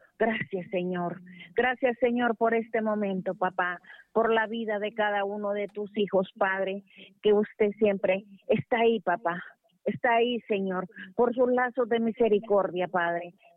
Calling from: Comayagüela, Francisco Morazán, Honduras; buenos días, de aquí de Comayagüela.

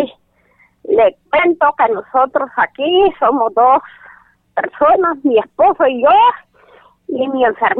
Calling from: Yuscarán, El Paraíso, Honduras; Le estoy llamando de Yuscarán.

